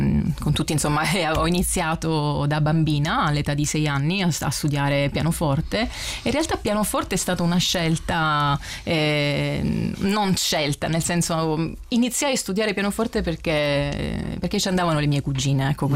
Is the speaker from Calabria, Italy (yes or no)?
yes; Reggio Calabria, Calabria, Italy; il Conservatorio Cilea di Reggio Calabria, mia città natale e attuale.